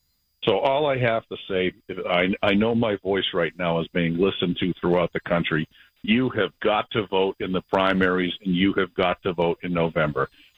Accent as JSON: {"language": "English", "town": "Foxborough", "region": "Massachusetts", "country": "United States", "tie": "born or raised there", "said": "you live in Foxborough, Massachusetts, my hometown"}